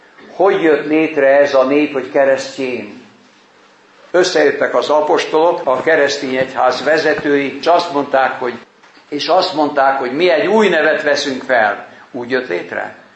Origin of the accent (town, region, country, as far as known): Hungary